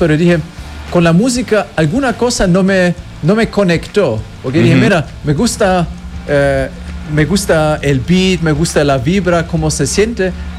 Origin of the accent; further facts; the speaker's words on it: Germany; Spanish is a second language; now in Colombia; Yo soy alemán, pero estoy acá también.